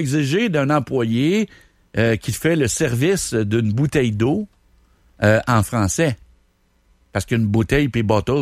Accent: Trois-Rivières, Quebec, Canada; Moi, je viens de Trois-Rivières. Puis moi, j'ai appris français. C'est français. Au Canada, c'est bilingue.

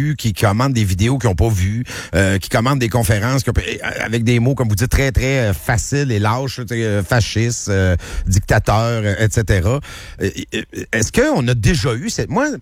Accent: Quebec, Canada; Moi, je viens du début des années 80, donc l'ère très PQ, très nationaliste, très nous sommes Québécois

